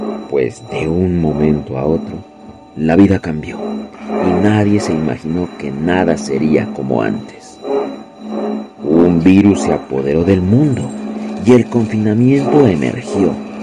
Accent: Pasto, Nariño, Colombia; La ciudad de Pasto, de donde vengo, de artesanos, con registros de más de un siglo. Una ciudad llena de alegría y magia, aunque a veces olvidada

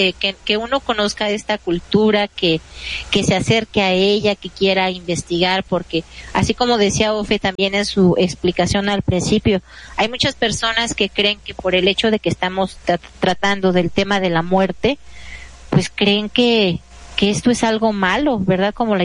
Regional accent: Mexico

